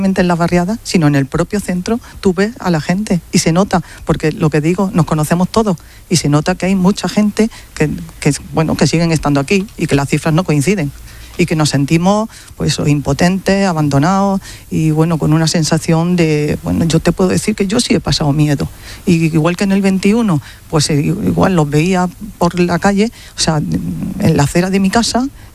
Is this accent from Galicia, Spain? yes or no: no; Ceuta, Spain; en Ceuta la población, la verdad es que casi nos conocemos todos, o por lo menos, desde luego, de vista nos conocemos